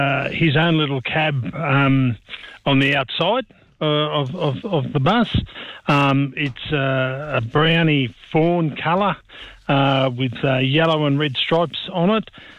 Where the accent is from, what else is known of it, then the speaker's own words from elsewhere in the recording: New South Wales, Australia; I grew up in the Bill Connon region and went to Canberra High School.